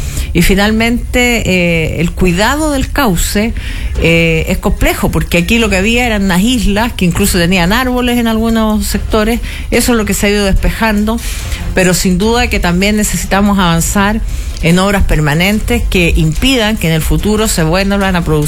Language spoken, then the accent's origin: Spanish; Santiago, Santiago Metropolitan Region, Chile; born there; Yo nací en Santiago.